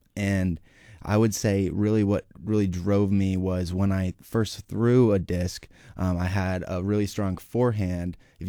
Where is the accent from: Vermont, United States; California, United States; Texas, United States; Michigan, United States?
Vermont, United States; Jeffersonville; Yeah, so I'm born and raised in Jeffersonville, Vermont, local.